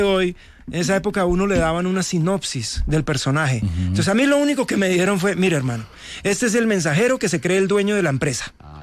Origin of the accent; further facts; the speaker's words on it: San Gil, Santander, Colombia; born there; me trepé por primera vez a un escenario, 5 añitos, sí, colegio cooperativo en San Gil, hablo de San Gil.